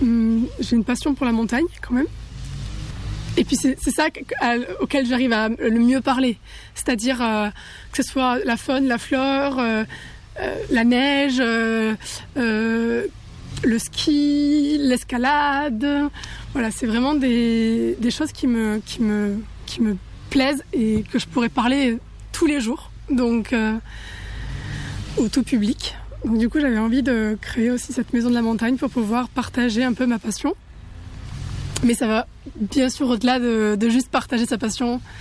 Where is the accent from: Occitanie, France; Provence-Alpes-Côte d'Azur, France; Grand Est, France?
Occitanie, France; Luz-Saint-Sauveur; Alors, je suis originaire d'ici. Je suis originaire de Luz-Saint-Sauveur